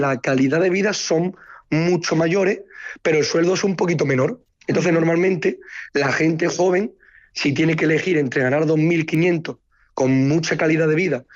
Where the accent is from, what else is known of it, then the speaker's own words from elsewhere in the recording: Spain; now in France; Para hablar concretamente de Francia, somos españoles y belgas.